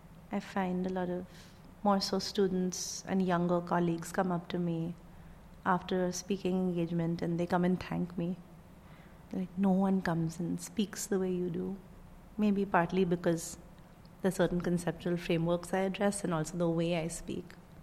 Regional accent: Mumbai, Maharashtra, India; moved away; I'm originally from Bombay, India.

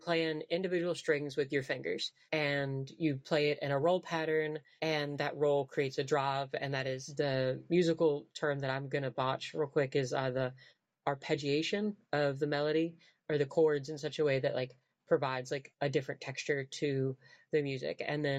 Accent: Virginia, United States; really embracing the fact that I'm from the Blue Ridge Mountains of southwestern Virginia.

